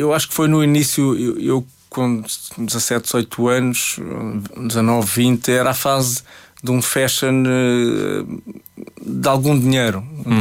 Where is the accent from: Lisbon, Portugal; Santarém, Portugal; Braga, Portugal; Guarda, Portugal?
Lisbon, Portugal; Negrais; born there; also born or lived in Loures; eu saí de Negrais e tive que ir, eu andava numa escola em Pedro Pinheiro Montelavar, que era a secundária, foi só o quinto ano. Depois tive que me mudar para Loures, que já era uma cidade.